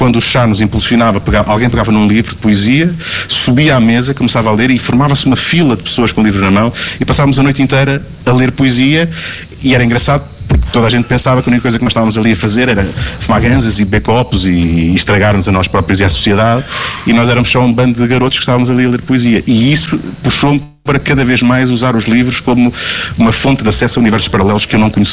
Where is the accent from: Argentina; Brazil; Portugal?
Portugal; Castelo Branco, Centro; Porque eu sou de Castelo Branco. Castelo Branco, quando eu cresci em Castelo Branco, não era exatamente a terra do leite e do mel no que a oferta cultural diz respeito.